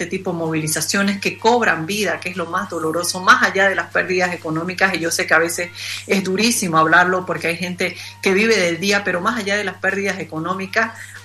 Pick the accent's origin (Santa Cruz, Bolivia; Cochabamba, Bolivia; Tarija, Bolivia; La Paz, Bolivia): Santa Cruz, Bolivia; y más aún como cruceños.